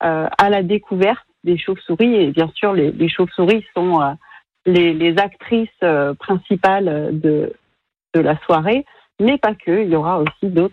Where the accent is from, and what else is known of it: France